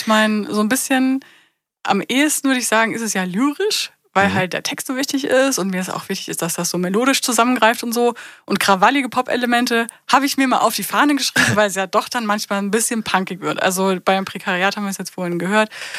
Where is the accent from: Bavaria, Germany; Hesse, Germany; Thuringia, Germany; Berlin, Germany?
Thuringia, Germany; Und weil ich ja, das ist ja meine Heimatregion, also Thüringen, da spiele ich auch gerne mal.